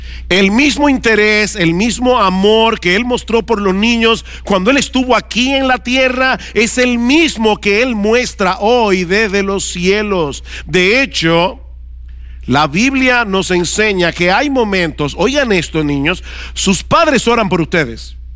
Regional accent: San Juan de la Maguana, San Juan, Dominican Republic; born there; cuando yo estaba pequeño, yo tenía como 5 o 6 años de edad, en el pueblo donde yo nací, que se llamaba San Juan de la Maguana, o se llama todavía San Juan de la Maguana

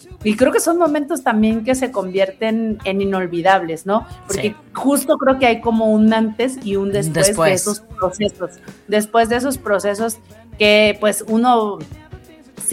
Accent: Alvarado, Veracruz, Mexico; yo tengo muy marcados esos recuerdos, por ejemplo, de cuando era chavita y a los 18 años me fui a estudiar de Alvarado al puerto de Veracruz.

